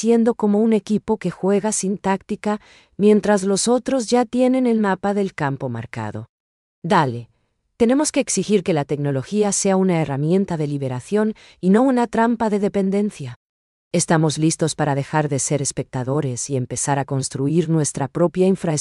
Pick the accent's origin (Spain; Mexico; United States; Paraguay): Paraguay